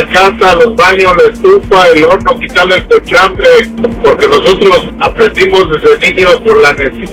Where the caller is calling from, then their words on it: Mexico City, Mexico; yo soy chilango